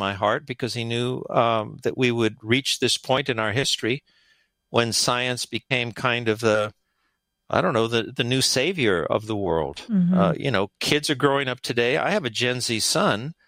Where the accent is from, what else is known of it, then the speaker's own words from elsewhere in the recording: Los Angeles, California, United States; born there; I was born in East Los Angeles on the wrong side of the tracks, which meant that I had never met a scientist in my life.